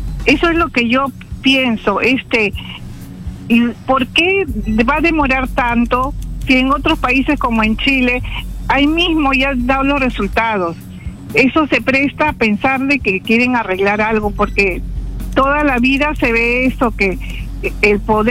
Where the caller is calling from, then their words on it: Callao, Peru; yo soy chalaca también